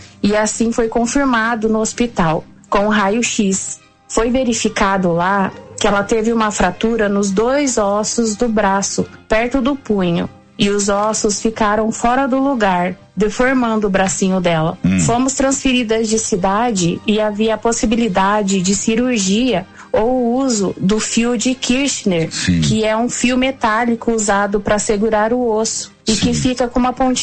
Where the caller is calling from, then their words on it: Ventania, Paraná, Brazil; eu falo de Ventania, no Paraná.